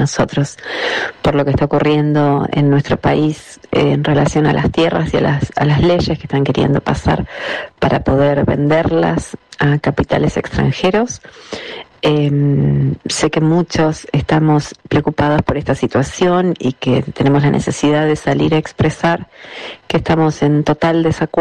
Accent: Neuquén, Argentina; soy argentina, nacida y criada en Neuquén.

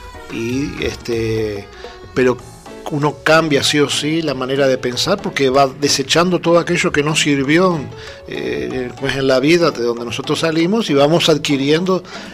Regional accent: Uruguay; moved away; ¿Por qué dicen que los uruguayos somos bravos?

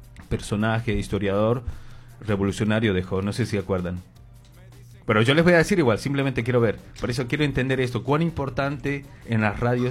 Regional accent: Bolivia; now in Argentina; Yo no nací aquí en Argentina, yo soy netamente boliviano.

